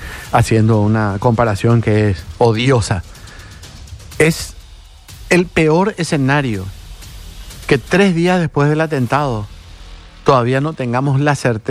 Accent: Paraguay

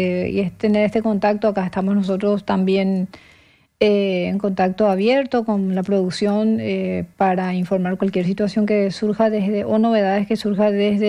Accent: Canindeyú, Paraguay; yo soy de Canindeyú

